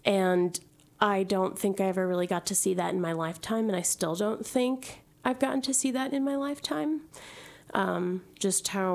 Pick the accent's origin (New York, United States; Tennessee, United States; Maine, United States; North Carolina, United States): New York, United States; Great Neck; born there; I was born in Great Neck